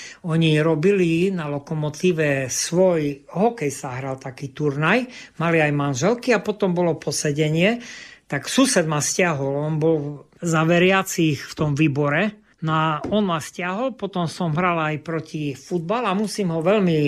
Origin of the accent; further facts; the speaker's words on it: Stropkov, Prešov Region, Slovakia; born there; ja som sa narodil vlastne v Stropkove. Rodičia Rusini, otec pracoval v Ostrave a keď postavili vežetku, sa vrátil, aby bol bližšie domov. Že mamka vlastne pochádza z Bodružalu.